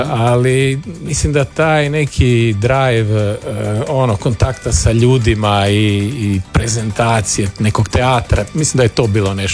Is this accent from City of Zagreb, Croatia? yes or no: no; Split, Split-Dalmatia County, Croatia; born there; kad sam se ja rodio, mama je bila u Vranjicu i ja sam rođen u Splitu